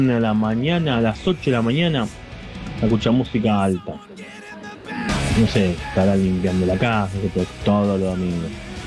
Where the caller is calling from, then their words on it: Palomar, Buenos Aires Province, Argentina; de Palomar.